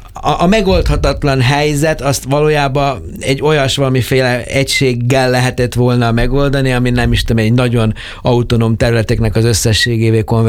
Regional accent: Horgoš, Vojvodina, Serbia; born or raised there; moved away

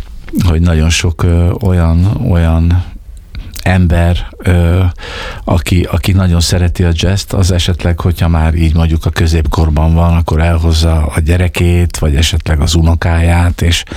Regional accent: Hungary; magyarként én játszom ott

